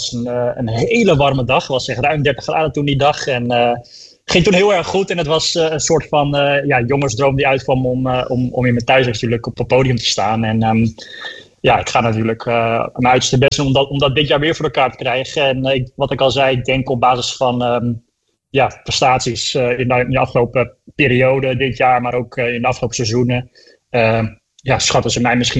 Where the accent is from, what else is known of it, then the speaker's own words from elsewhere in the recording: Almere, Flevoland, Netherlands; deze race hier in Almere natuurlijk. Ik bedoel, ik ben geboren in het Flevo ziekenhuis, een paar 100 meter van start en de finish vandaan, zeg maar.